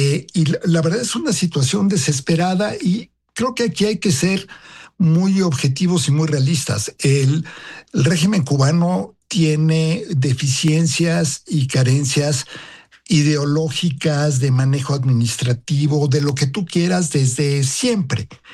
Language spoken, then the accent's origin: Spanish; Mexico; also born or lived in Soviet Union; me tocó vivir en la Unión Soviética, Pam, como diplomático mexicano.